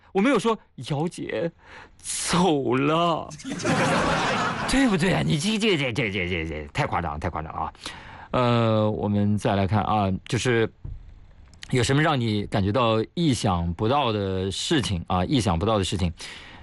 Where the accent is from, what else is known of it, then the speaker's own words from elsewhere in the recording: China; 我们是中国人对吧